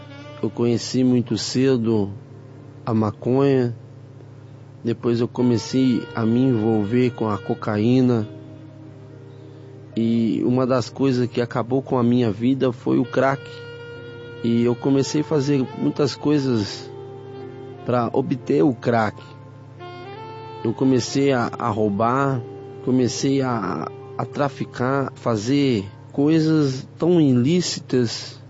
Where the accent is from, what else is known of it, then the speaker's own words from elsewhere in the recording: Ribeirão Preto, São Paulo, Brazil; sou da cidade de Ribeirão Preto